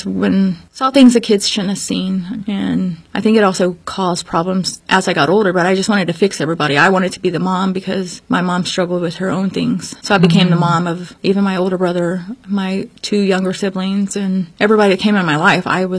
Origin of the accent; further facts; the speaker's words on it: Texas, United States; also born or lived in Louisiana; I was born in Louisiana. I believe I was about eight when we moved to Texas.